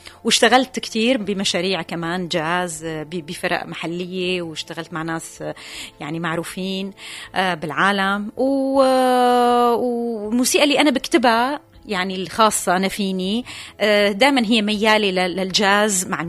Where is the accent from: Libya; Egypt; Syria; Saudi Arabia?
Syria; also born or lived in Paris, France